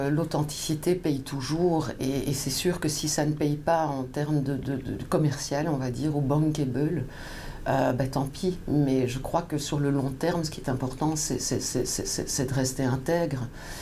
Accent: Profondeville, Wallonia, Belgium; moved away as an adult; now in Brussels, Belgium; j'ai grandi à Profondeville, qui est un village entre Namur et Dinan, dans la vallée de la Meuse. Donc c'est un village que j'aime beaucoup, que j'ai quitté à 18 ans pour venir étudier à Bruxelles. Et je suis restée à Bruxelles

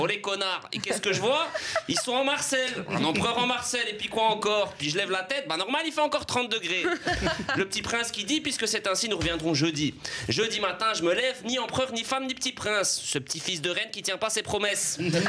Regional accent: Belgium; moi je suis belge de naissance

